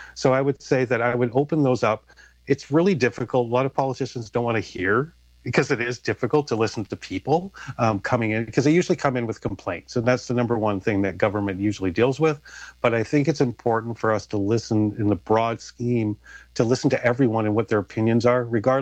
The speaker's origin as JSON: {"language": "English", "town": "Burnaby", "region": "British Columbia", "country": "Canada", "tie": "born there", "said": "as I was born here in Burnaby General."}